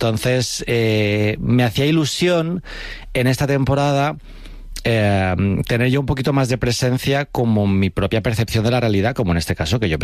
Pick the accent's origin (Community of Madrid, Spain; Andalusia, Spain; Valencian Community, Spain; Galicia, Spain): Community of Madrid, Spain; Alcorcón; cuando decían, ¿tú de dónde eres? Yo decía, Alcorcón, la gente era como... ¿Sabes? En plan, como que les parecía gracioso ser de Alcorcón.